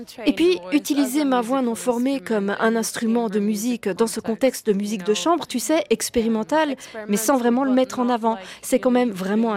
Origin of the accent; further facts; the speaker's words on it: Turkey; accent: Turkish; first language Turkish; French is a second language; moved away; mon accent turc